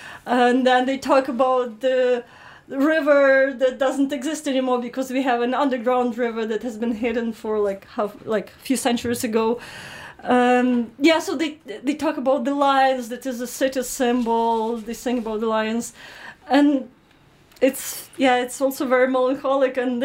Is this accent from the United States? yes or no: no; Lviv Oblast, Ukraine; the major city in my region, Lvivska Oblast, where I didn't grow up, but I lived there as a young adult for 11 years. It's still a home to me, even though I moved back to my hometown